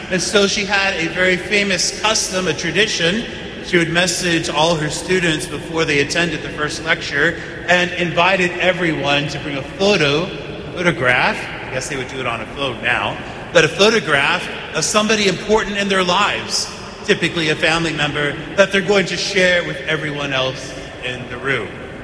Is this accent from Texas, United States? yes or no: yes; Texas, United States; I grew up in West Texas. We didn't have amber waves of grain. We had cotton. My grandparents picked cotton when they were little.